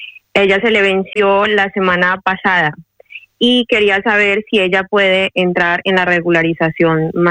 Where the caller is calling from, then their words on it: Madrid, Community of Madrid, Spain; hablo de Madrid.